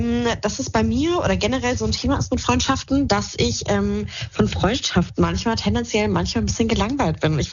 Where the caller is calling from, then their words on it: Idstein, Hesse, Germany